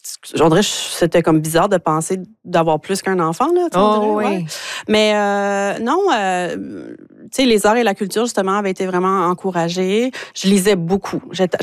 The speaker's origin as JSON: {"language": "French", "town": "Caraquet", "region": "New Brunswick", "country": "Canada", "tie": "born or raised there", "also_born_or_lived": "Moncton", "said": "c'est toujours difficile quand les gens me demandent d'où je viens parce que je suis née à Moncton. Et de l'âge de 5 à 16 ans, j'étais à Caraquet."}